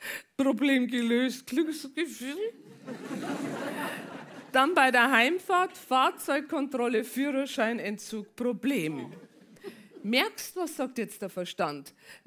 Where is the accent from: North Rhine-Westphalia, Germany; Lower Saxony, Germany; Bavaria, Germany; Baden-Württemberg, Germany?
Bavaria, Germany; ich bin aus Bayern, ich gebe es offen zu, ich liebe Bayern.